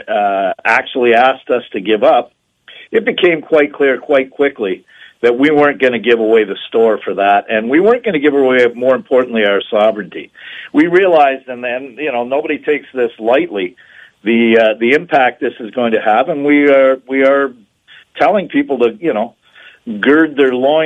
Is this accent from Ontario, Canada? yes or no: yes; Windsor, Ontario, Canada; by the Detroit River down by in Dieppe Park, by the looks of it, in my hometown of Windsor.